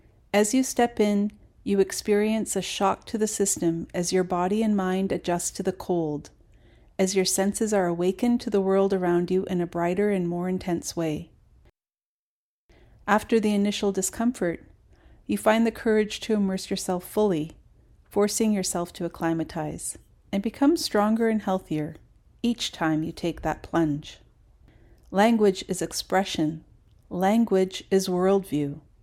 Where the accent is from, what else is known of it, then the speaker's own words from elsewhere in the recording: Prince Rupert, British Columbia, Canada; I did learn many Haida songs when I was growing up in Prince Rupert as a member of the Kui Unglis Haida dance group